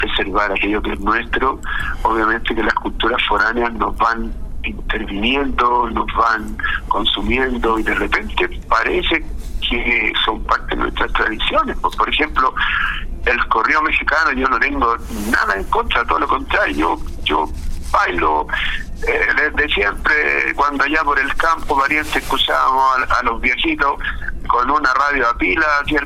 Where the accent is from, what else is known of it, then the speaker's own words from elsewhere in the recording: Chile; los chilenos somos tan especiales